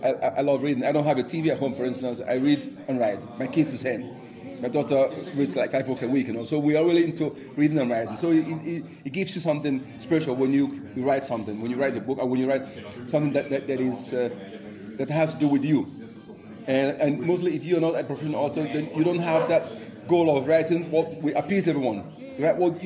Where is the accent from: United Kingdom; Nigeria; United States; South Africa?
Nigeria; born there; English is a second language; moved away as an adult; I was born in Nigeria. Igbo, born, been living here now since 1994, quite a long time.